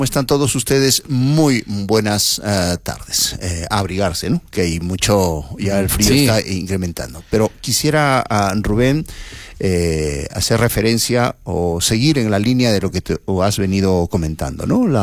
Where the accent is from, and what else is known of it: Peru